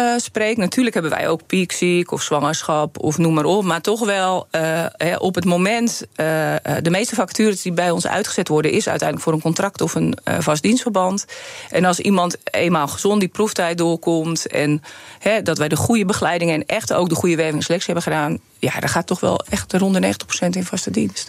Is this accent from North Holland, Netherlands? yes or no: yes; North Holland, Netherlands; Ik kom zelf uit West-Friesland, daar zijn we ook groot geworden met Baanrijk.